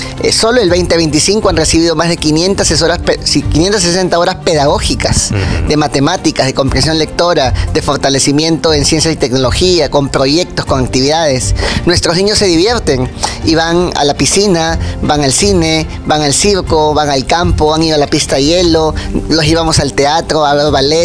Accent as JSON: {"language": "Spanish", "country": "Peru"}